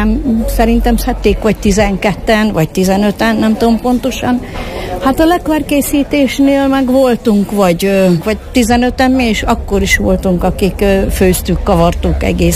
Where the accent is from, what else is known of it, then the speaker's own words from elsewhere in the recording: Bán-Horváti, Borsod-Abaúj-Zemplén, Hungary; Bán-Horvátiból jöttünk, ott termeljük a fekete berkenyét.